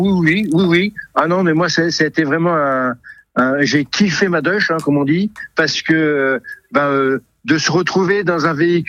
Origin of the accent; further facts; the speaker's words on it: Île-de-France, France; nous, on vient de la région parisienne